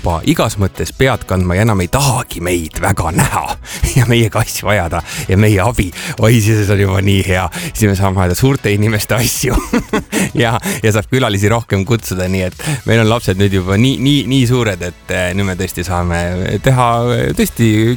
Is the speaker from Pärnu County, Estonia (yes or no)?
yes; Pärnu, Pärnu County, Estonia; Tiiu, tead, kus ma olen kasvanud? Ma olen kasvanud Pärnu rannarajoon